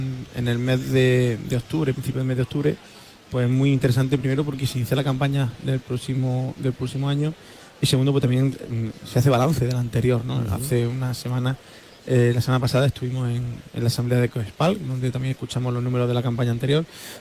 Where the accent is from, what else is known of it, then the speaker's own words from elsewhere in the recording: Almería, Andalusia, Spain; hace que los almerienses nos sintamos orgullosos de serlo, ¿no?